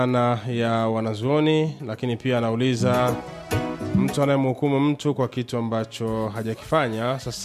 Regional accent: Musoma, Mara, Tanzania; natokea Musoma Nyakato.

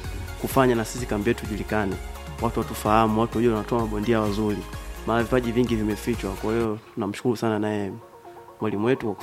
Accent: Iringa, Tanzania; born there; Ni wa Frelimo. Mimi ni mzaliwa wa Frelimo.

